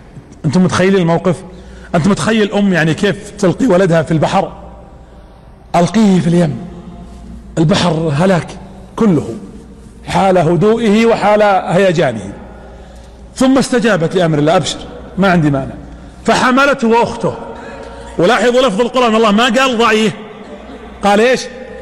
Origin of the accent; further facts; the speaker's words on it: Saudi Arabia; هي ليست عندنا في السعودية